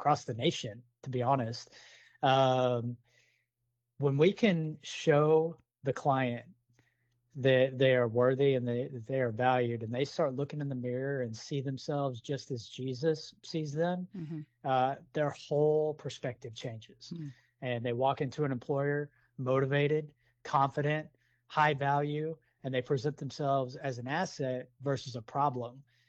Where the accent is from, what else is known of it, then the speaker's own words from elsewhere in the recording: Houston, Texas, United States; I grew up here in Houston.